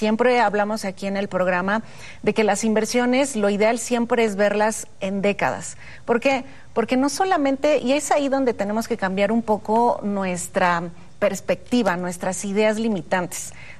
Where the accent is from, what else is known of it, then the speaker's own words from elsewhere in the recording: Mexico; en México nosotros tenemos, digamos, estas virtudes, nuestro clima, nuestra tierra fértil.